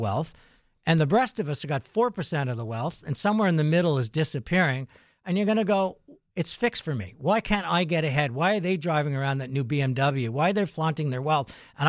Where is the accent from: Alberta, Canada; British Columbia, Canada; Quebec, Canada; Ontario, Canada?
Quebec, Canada; Montreal; I grew up in Montreal.